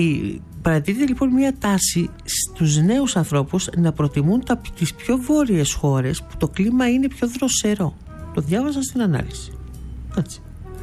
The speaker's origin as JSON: {"language": "Greek", "country": "Greece", "said": "εμείς που είμαστε Έλληνες"}